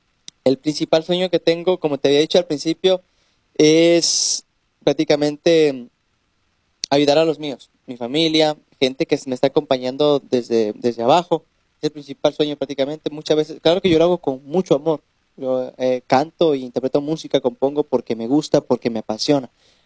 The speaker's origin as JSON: {"language": "Spanish", "country": "Ecuador", "said": "les invito a ustedes como ecuatorianos, apoyemos lo nuestro"}